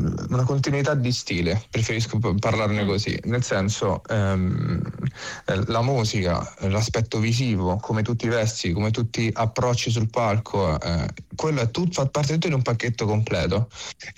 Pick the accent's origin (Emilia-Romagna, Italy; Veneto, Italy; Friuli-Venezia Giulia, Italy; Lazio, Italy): Lazio, Italy; Rome; io sono cresciuto a Villa Gloria.